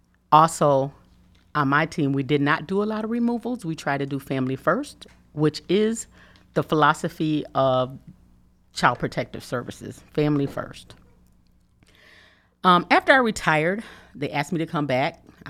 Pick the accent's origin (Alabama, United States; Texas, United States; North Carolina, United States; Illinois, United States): Alabama, United States; born there; Well, I was born in Alabama.